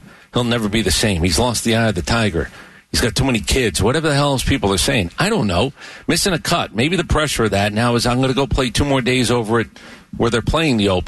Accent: United States; I'm an American.

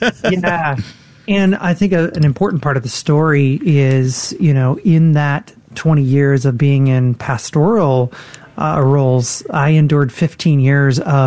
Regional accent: Michigan, United States; Well, I grew up born and raised here in the state of Michigan, had a couple stops around the country. I grew up here

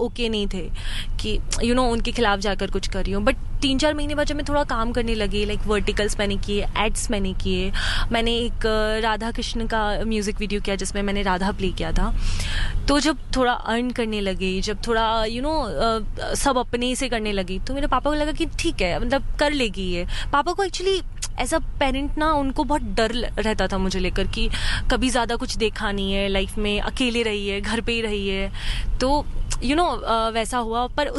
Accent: Rajasthan, India; मैं राजस्थान से बिलोंग करती हूँ

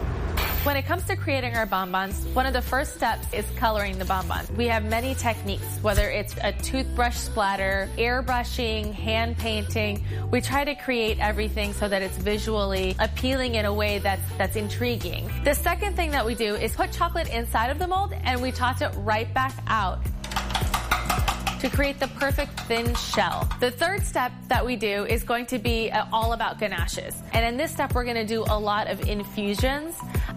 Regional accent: Texas, United States; I was born in Texas, raised here, but my parents are from Pakistan.

